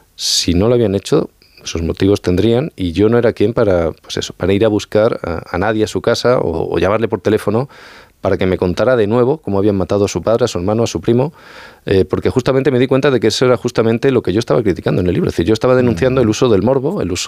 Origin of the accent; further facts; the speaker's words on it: Extremadura, Spain; Yo vengo de la Sierra de Gata